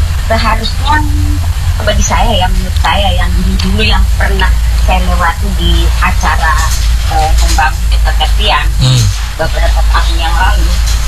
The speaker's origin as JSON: {"language": "Indonesian", "region": "East Kalimantan", "country": "Indonesia", "said": "Karena kami ini dari Kaltim ini bukan cuma satu suku."}